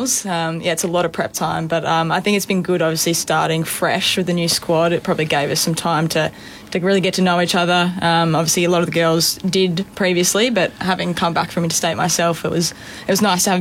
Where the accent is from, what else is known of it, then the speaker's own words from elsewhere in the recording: Hobart, Tasmania, Australia; moved away as an adult; also born or lived in Melbourne; I'm from Hobart.